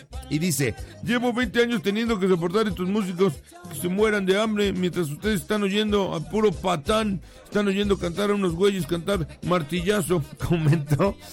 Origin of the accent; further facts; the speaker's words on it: Puerto Rico; De plano, pues sí, hablando como puertorriqueño.